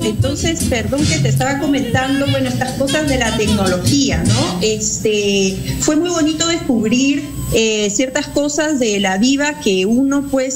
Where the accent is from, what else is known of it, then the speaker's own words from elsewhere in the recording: Peru; now in Lyon, France; nosotros como peruanos sabemos.